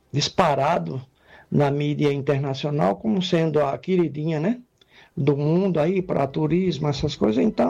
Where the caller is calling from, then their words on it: João Pessoa, Paraíba, Brazil; aqui do bairro do Miramar.